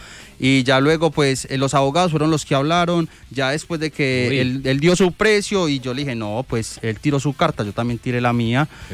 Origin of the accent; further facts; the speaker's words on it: Antioquia, Colombia; yo como antioqueño, que soy más regionalista que la arepa